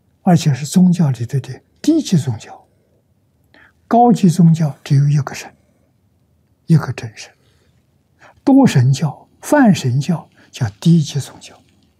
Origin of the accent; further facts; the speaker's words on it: Anhui, China; 我们老家安徽这个地方，啊，江南江北，还有一点迹象还没有磨灭，房子老房子还在